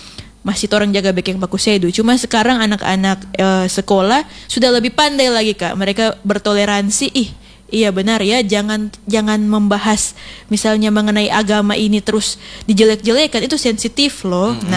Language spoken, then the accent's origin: Indonesian; Sangihe, North Sulawesi, Indonesia